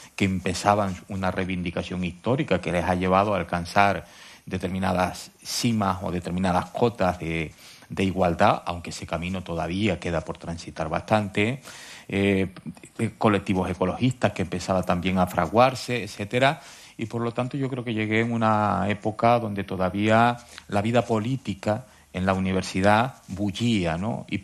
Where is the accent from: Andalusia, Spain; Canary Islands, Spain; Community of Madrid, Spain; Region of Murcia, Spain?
Canary Islands, Spain; La Palma; also born or lived in Tenerife / La Laguna; yo creo que tanto mi niñez y mi vida, digamos, mi adolescencia en La Palma, como mi juventud aquí en Tenerife y más concretamente en La Laguna, pues fueron configurando un poco las características personales que tengo hoy